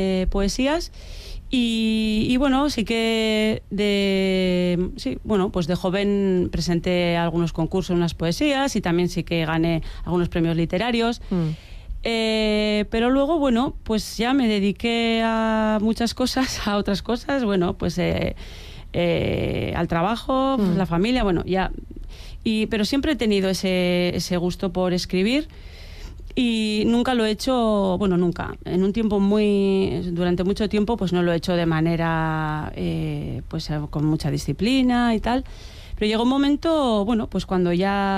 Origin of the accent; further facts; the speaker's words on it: Irurtzun, Navarre, Spain; en mi pueblo yo fui de la primera generación que estudió en el modelo D, en la escuela pública de Irurtzun.